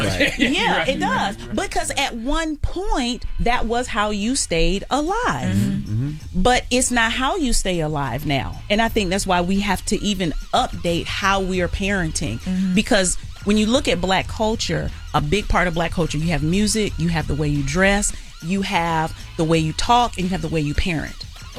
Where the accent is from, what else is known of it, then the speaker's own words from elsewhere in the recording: Bible Belt, United States; I was raised in the Bible Belt in church with a single black mother.